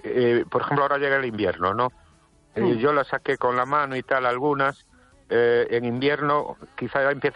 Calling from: Ourense, Galicia, Spain; de Ourense.

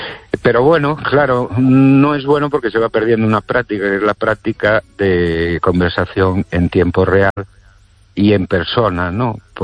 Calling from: Ourense, Galicia, Spain; de Orense.

